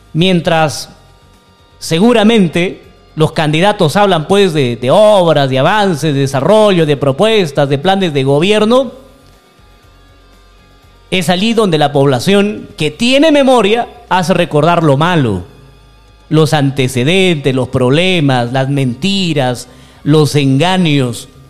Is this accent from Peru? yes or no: yes; Cutervo province, Cajamarca, Peru